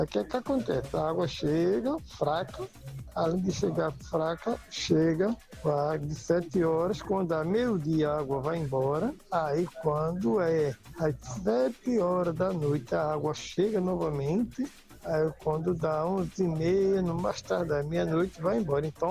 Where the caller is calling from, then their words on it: Paulista, Pernambuco, Brazil; sou de Maranguape 1.